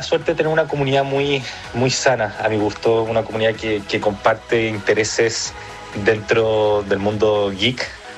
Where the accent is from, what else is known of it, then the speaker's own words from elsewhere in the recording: Chile; also born or lived in United States; nací en Estados Unidos, pasé mis primeros años allá, pero ya. Mi familia es chilena, yo soy chileno, todo ya. Mi... entorno chileno, así que más chileno que los porotos imposible, solamente nací allá.